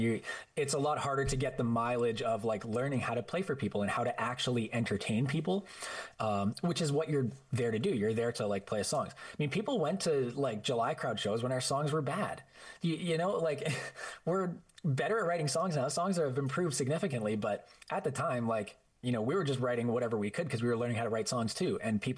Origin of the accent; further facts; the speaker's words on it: Prince George, British Columbia, Canada; I'm not shy of telling people here that we're from Prince George